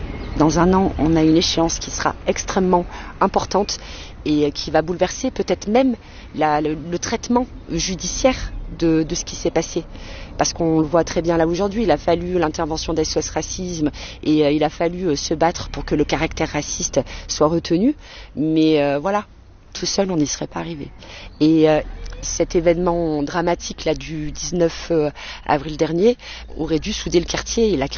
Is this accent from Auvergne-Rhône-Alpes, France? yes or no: yes; Espaly-Saint-Marcel, Auvergne-Rhône-Alpes, France; born or raised there; now in Le Puy-en-Velay, France